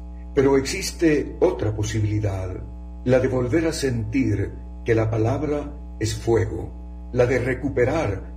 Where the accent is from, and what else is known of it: Guatemala